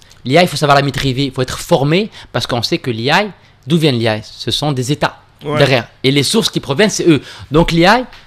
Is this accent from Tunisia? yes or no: yes; Tunisia; On est tunisien. On a un moule qui est spécifique, qui est unique au monde.